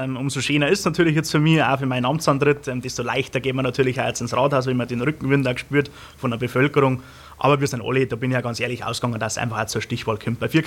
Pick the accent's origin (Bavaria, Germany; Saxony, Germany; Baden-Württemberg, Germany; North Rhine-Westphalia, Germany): Bavaria, Germany; Neumarkt in der Oberpfalz; born or raised there